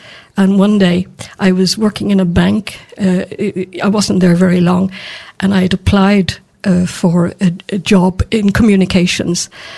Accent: Dublin, Leinster, Ireland; also born or lived in Mayo; I mean, I'm a Dubliner. My grandparents came from the centre of Dublin, Phibsborough. I was born near the Basin on Blessington Street. So when we moved to Mayo, it shifted my focus away from theatre and cultural things

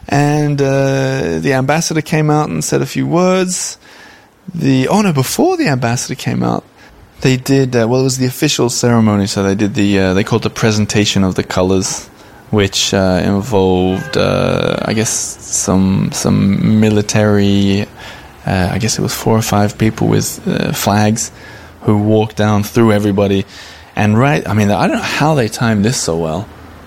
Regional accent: Australia; similar to how I felt a bit sort of out of place as an Australian there

